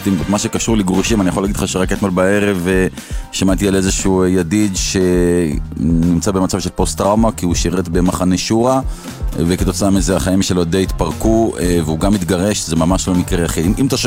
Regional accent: Beit El, West Bank, Palestine; אני גדלתי בבית אל

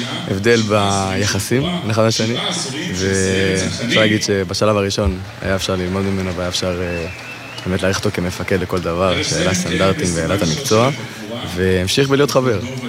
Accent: Ramat Gan, Tel Aviv District, Israel; אני מרמת גן.

